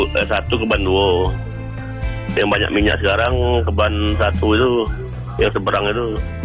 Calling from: South Sumatra, Indonesia

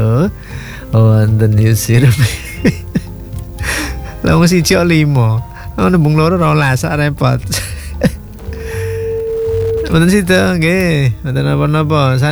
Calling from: Panembahan, Special Region of Yogyakarta, Indonesia; saking Panembahan badhe nderek ngregengaken mi pop Jawa

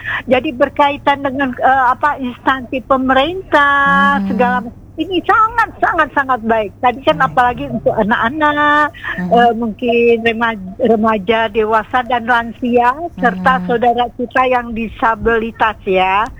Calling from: Lembang, West Java, Indonesia; saya dari Lembang, Bandung, jauh.

